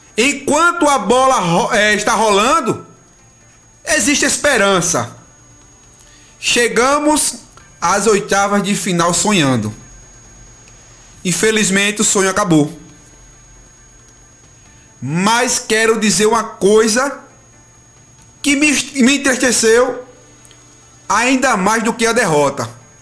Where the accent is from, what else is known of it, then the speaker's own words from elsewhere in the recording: Brazil; Quero falar como brasileiro.